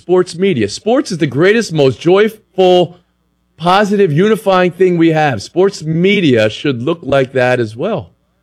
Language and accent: English; New Jersey, United States; a player I grew up with in Jersey.